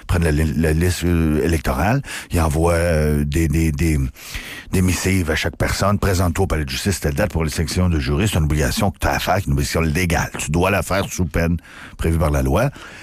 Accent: Baie-Comeau, Quebec, Canada; moved away; moi, je viens d'Haute-Rive-Bécomo. Bon, quand en 98, quand je suis parti, on était 28 000. OK, c'est pas beaucoup de monde, tout le monde se connaît

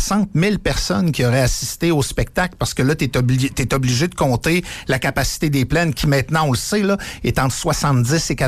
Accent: Quebec, Canada; now in Quebec City, Canada; parce que je viens du Saguenay-Lac-Saint-Jean

